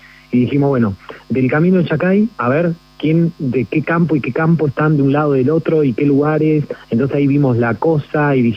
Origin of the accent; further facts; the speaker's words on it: Dina Huapi, Río Negro, Argentina; Nosotros somos todos de Dinahuapi